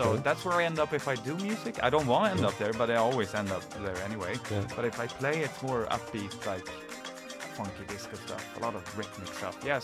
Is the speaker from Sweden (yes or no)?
yes; Laholm, Halland County, Sweden; He has a festival. Pretty much every year, back where I grew up in Laholm.